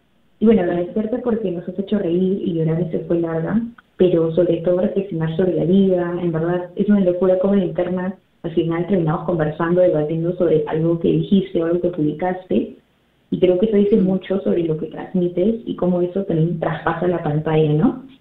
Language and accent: Spanish; Peru; Soy parte de Paz de la Comunidad de Luzu Perú. Creo que no es sorpresa lo mucho que te amamos. Y bueno, en verdad queríamos agradecerte de parte de toda la comunidad por ver tu obra en nuestro hermoso país.